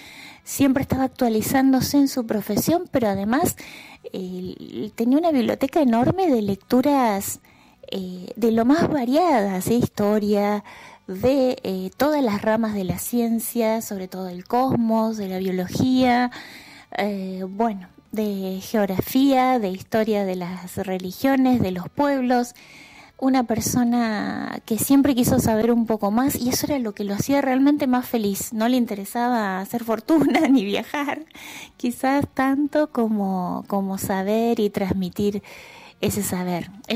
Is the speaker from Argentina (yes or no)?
yes; Argentina; Nosotros con mis hermanos, Gabriela y Daniel, tuvimos la fortuna de habernos criado en una ciudad en la que cada vez que decíamos nuestro nombre, alguien nos preguntaba, ay, ¿qué sos del doctor?